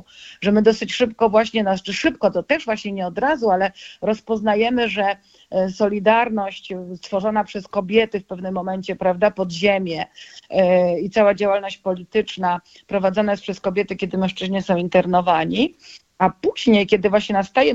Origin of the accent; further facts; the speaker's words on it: Poland; pochodzę z Polski południowo-wschodniej